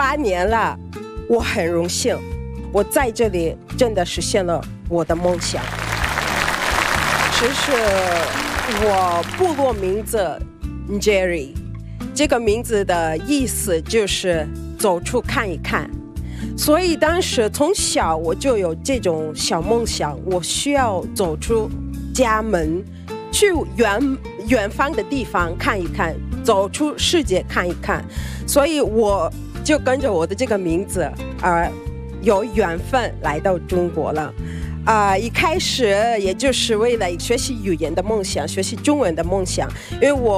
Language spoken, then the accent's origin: Chinese; Kenya; Chinese is a second language; moved away as an adult; now in China; 我是来自肯尼亚的